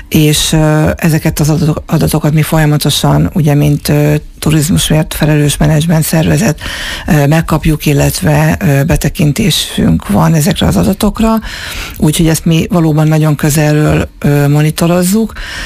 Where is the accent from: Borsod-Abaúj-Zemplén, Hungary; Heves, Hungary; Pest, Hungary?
Borsod-Abaúj-Zemplén, Hungary; Miskolc; mint miskolci lakosokat.